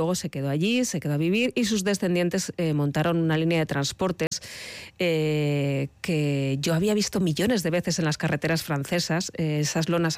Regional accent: Pamplona, Navarre, Spain; now in Madrid, Spain; cuando pasas el Ecuador de más años en Madrid que en Pamplona, eso duele. Pero ahí estás reivindicando de dónde eres, de dónde vienes y tu tierra.

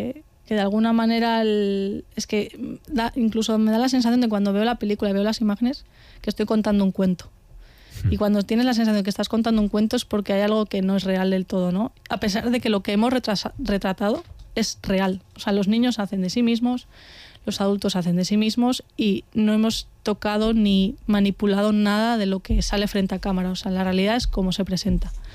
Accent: Carrión de los Condes, Castile and León, Spain; que yo soy de Carrión también

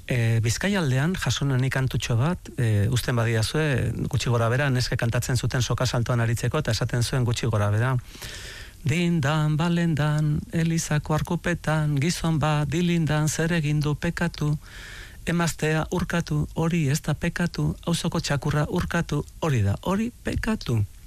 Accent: Ordizia, Basque Country, Spain; born there; Ordizian jaio nintzen

